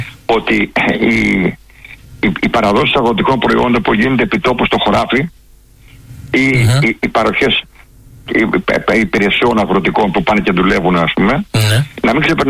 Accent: Platania, Greece; Επίσης στο Λονδίνο, το Βασίλη από τον Πλετανιά, το χωριό μου, έτσι, καταγωγή από τον Πλετανιά.

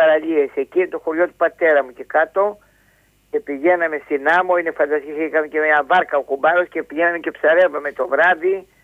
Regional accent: Karystos, Central Greece, Greece; Κάριστο, Ευβίας.

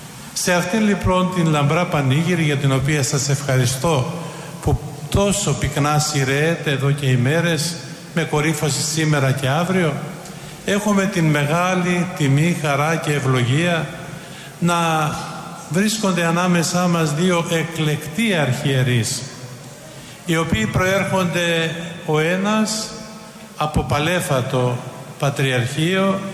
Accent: Kalamaria, Central Macedonia, Greece; Όσοι γεννηθήκαμε στην Καλαμαριά ή κατοικούμε στην Καλαμαριά

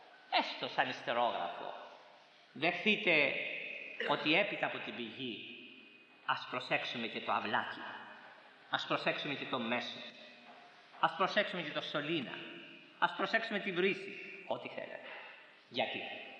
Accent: Corfu, Ionian Islands, Greece

